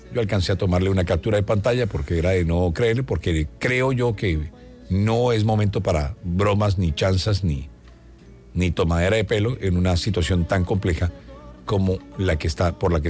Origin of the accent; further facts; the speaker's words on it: Colombia; Estamos para unirnos como colombianos.